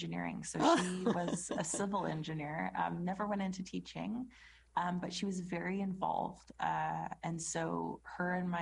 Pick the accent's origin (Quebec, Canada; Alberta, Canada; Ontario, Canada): Alberta, Canada; Edmonton; moved away as an adult; now in United Kingdom; No, I was born in Edmonton, Alberta, in Canada. Like a small city. I think when I left, when I was 18, it just reached 1 million people.